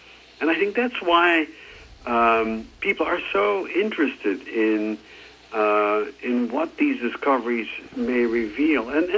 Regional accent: United States; me as an American archaeologist

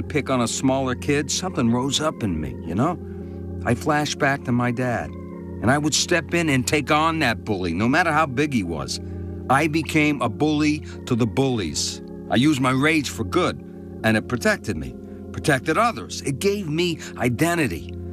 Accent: Berwyn, Illinois, United States; born there; I was born in Berwyn, west side of Chicago.

